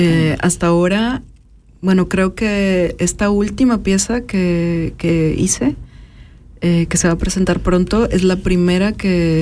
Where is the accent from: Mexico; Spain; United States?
Mexico; moved away as an adult; siempre me asumo como inmigrante. O sea, cuando me preguntan, yo no siempre digo soy inmigrante mexicana. Pero tengo muchísimos años viviendo fuera de México. Muchísimos.